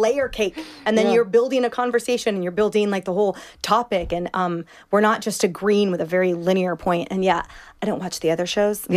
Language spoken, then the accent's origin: English; West Coast, United States; because we're from the West Coast